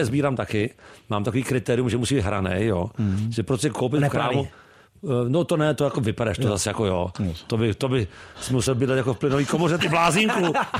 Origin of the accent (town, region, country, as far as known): Prague, Czechia; born or raised there